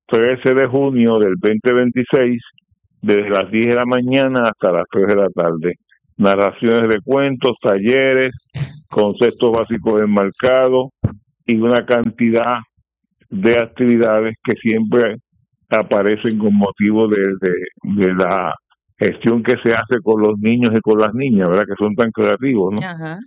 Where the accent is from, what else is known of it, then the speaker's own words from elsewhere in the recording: Ponce, Puerto Rico; born there; una exposición dedicada a la comunidad de Bélgica, donde yo nací hace casi 80 años